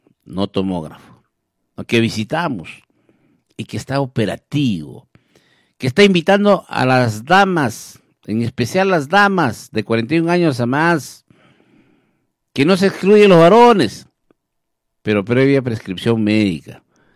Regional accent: Villa Rica, Pasco, Peru; pero Villarrica, mi tierra hermosa, ¿ah? La tierra del café.

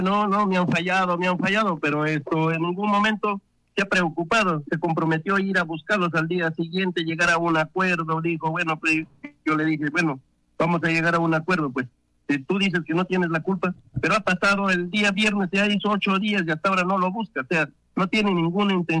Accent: Ayacucho, Peru; dentro de nuestra jurisdicción del sur de Ayacucho hay gente sumisa, hay gente tímida, pero yo soy un luchador social

